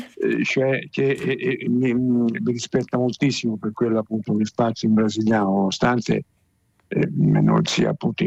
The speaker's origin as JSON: {"language": "Italian", "town": "Pescara", "region": "Abruzzo", "country": "Italy", "tie": "born or raised there", "said": "io che sono nato a Pescara, quindi, anzi sono nato proprio sul mare"}